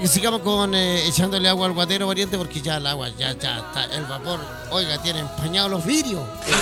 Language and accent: Spanish; Millahue, O'Higgins, Chile; allá en Millagüe, mi tierra linda, de tierra de oro.